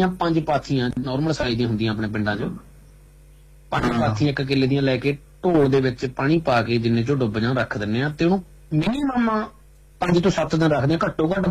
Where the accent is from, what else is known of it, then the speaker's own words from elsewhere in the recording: Mangewal, Punjab, India; ਇੱਕ ਗੱਲ ਦੱਸ ਦੇਣਾ ਵੀ ਸਾਡਾ ਜਿਹੜਾ ਸਾਰਾ ਪਿੰਡ ਹੀ ਆ ਮਾਂਗੇ ਵਾਲੇ, ਸਾਰਾ 1 ਗੋਤਾ ਪਿੰਡ ਆ … ਸਾਡੇ ਪਿੰਡ ਦਾ।